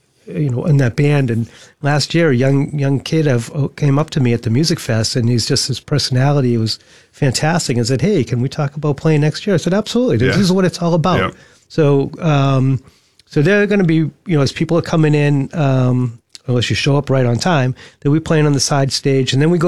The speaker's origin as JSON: {"language": "English", "town": "Boston", "region": "Massachusetts", "country": "United States", "moved": "yes", "said": "I'm from Boston."}